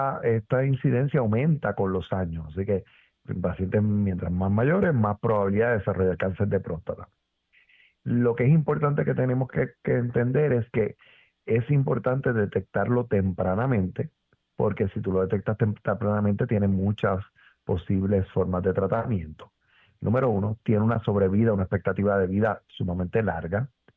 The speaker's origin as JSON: {"language": "Spanish", "country": "Puerto Rico", "said": "Los puertorriqueños tenemos una incidencia, somos los latinos, con la incidencia de cáncer de próstata más alto"}